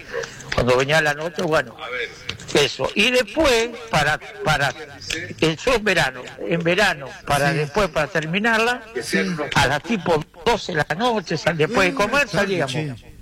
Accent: Viamonte, Córdoba, Argentina; yo nací en Viamonte, Córdoba, un pueblito cerca de Rufino, 100 kilómetros de Rufino.

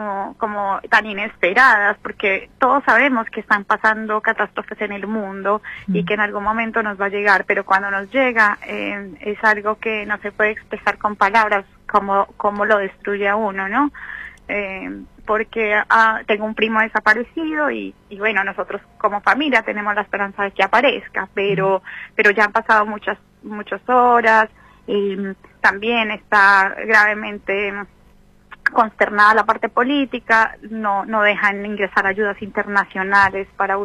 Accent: Colombia; now in Argentina; La verdad, yo amo Argentina como mi segunda patria, estoy acá hace muchísimos años, pero bueno, me afectó muchísimo porque soy colombiana también.

